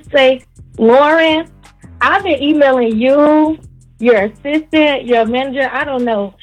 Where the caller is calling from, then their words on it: Georgia, United States; I'm calling from Georgia.